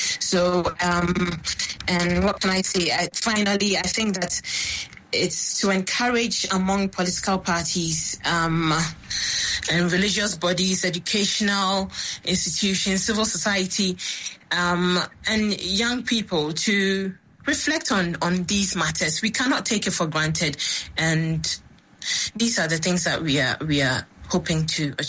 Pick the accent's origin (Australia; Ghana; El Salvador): Ghana; As a Ghanaian, you have the right to compete, you know, in an election.